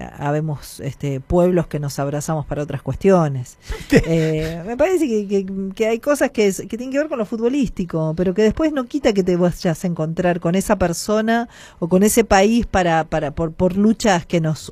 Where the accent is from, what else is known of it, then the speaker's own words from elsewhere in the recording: Argentina; No somos Suiza, claramente, somos